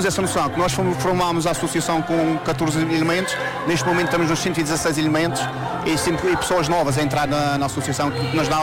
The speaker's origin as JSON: {"language": "Portuguese", "region": "Madeira", "country": "Portugal", "tie": "born or raised there", "said": "Eu sou natural do Santa Serra"}